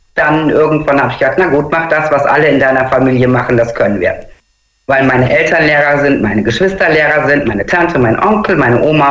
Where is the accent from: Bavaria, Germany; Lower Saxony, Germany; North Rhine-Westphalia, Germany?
North Rhine-Westphalia, Germany; Xanten; also born or lived in Münster; Ich bin in Münster geboren, in Xanten groß geworden, jetzt das 27. Mal umgezogen